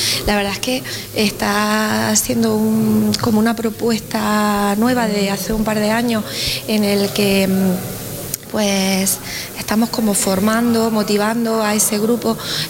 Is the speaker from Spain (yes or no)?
yes; Andalusia, Spain; Pues mira, yo quería ser bióloga marina y soy de la Sierra de Segura